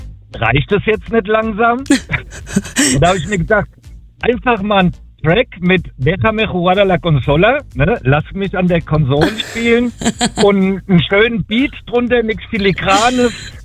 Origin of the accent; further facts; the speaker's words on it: Zaragoza, Aragon, Spain; und zwar in Spanien, in Saragossa, in meiner Heimatstadt.